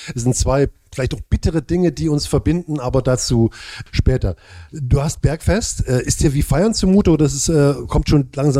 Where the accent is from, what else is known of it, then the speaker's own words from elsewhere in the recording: East Germany, Germany; Ich komme aus dem Osten